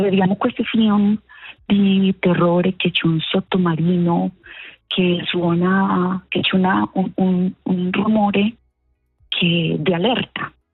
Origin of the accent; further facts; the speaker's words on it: Pereira, Risaralda, Colombia; moved away as an adult; also born or lived in Switzerland; now in Medellín, Colombia; io sono nata proprio nella città di Pereira, in questo momento abitiamo a Medellín. Pereira è una zona completamente sismica. Io sono nata e cresciuta fino a che sono partita per l'Europa a 18-19 anni.